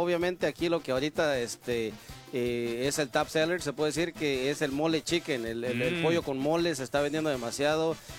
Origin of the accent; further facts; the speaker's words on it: Oaxaca, Mexico; moved away; De allá de Oaxaca